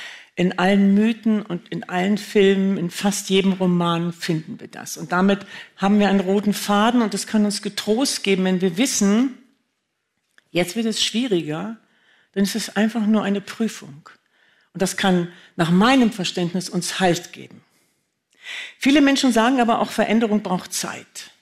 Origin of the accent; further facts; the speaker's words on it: Germany; ich komme ja aus Deutschland